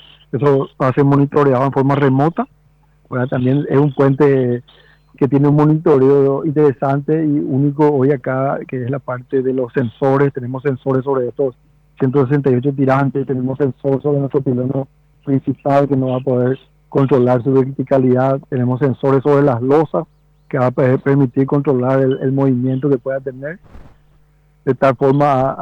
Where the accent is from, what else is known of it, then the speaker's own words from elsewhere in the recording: Paraguay; Como paraguayo me siento enormemente orgulloso de formar parte de esta obra.